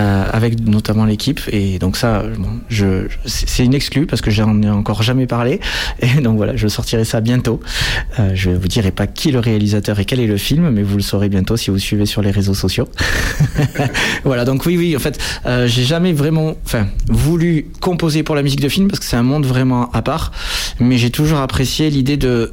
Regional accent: Toulouse, Occitanie, France; parce que moi je viens de Toulouse

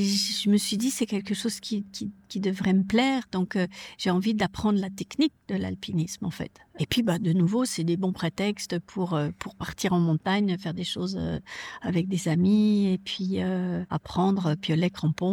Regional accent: Lausanne, Vaud, Switzerland; born there; Donc, quand je suis en Suisse, alors je suis suisse. Quand je suis à Lausanne, je suis vauloise parce que je suis née à Lausanne. Quand je suis en France, je suis française. Et quand je vais au Canada, je suis canadienne.

